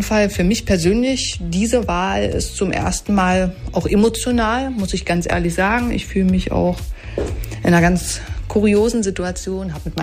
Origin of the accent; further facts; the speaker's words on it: Burg, Saxony-Anhalt, Germany; Ja, die Stimmung bei uns in Sachsen-Anhalt, also vor allem hier in Burg, in meiner Heimatstadt, im Landkreis Jerichower Land, ist durchaus angespannt.